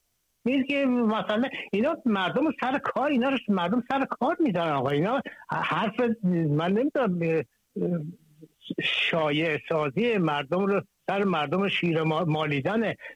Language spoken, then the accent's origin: Persian; Sistan and Baluchestan, Iran; چون من خودم تو بلوچستان بزرگ شدم